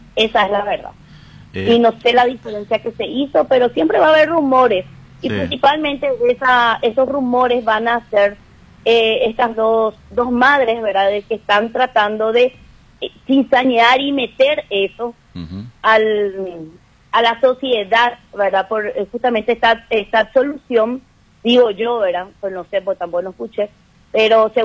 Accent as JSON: {"language": "Spanish", "region": "Asunción", "country": "Paraguay", "said": "yo no soy de acá. Yo vengo de Asunción."}